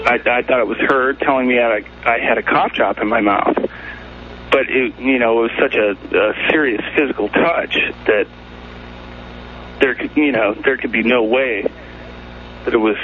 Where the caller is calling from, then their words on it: Ellensburg, Washington, United States; I'm in Ellensburg.